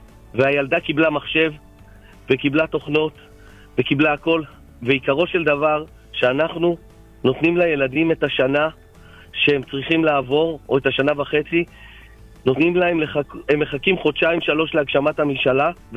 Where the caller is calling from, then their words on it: Haifa, Haifa District, Israel; אני מחיפה ומירושלים.